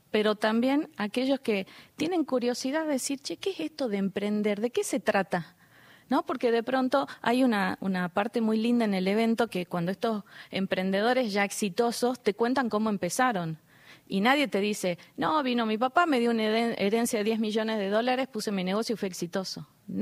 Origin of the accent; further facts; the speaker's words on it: Jujuy, Argentina; pues yo soy de Jujuy